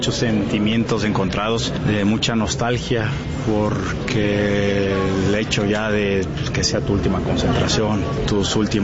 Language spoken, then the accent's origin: Spanish; Mexico; El que como mexicano nos sintamos orgullosos de eso